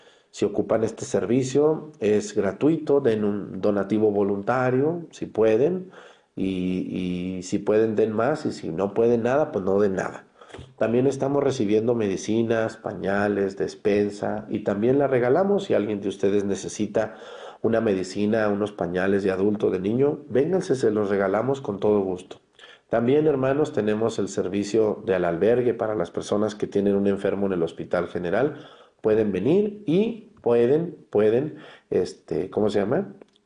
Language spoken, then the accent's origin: Spanish; Mexticacán, Jalisco, Mexico; moved away; En mi pueblo, allá en Mestigacán